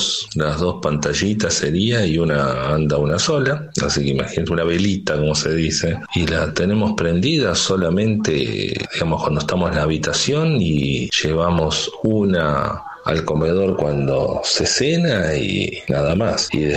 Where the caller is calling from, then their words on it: La Plata, Buenos Aires Province, Argentina; de La Plata